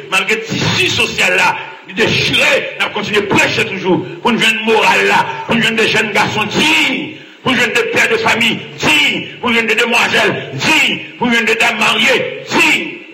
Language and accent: French; Port-au-Prince, Ouest, Haiti; Je viens de Port-au-Prince